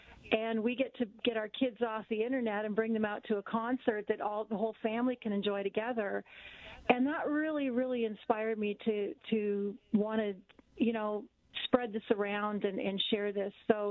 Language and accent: English; Port Dover, Ontario, Canada; also born or lived in Nashville, United States; now in Simcoe, Canada; I'm originally from Port Dover. I'm a Dover girl.